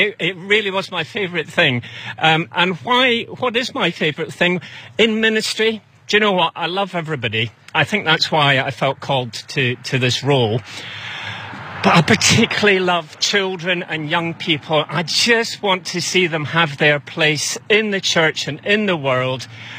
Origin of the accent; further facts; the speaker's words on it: Scotland, United Kingdom; moved away; I grew up in Scotland. Some of you may have gathered that from my accent.